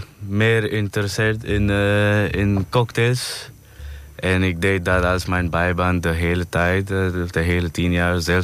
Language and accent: Dutch; India; Dutch is a second language; now in Netherlands; Ik kom uit India.